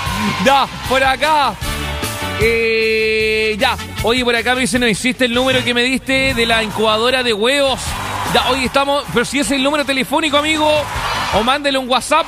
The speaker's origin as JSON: {"language": "Spanish", "town": "Valdivia", "region": "Los Ríos", "country": "Chile", "tie": "born or raised there", "said": "De Valdivia, qué lindo, mi ciudad natal."}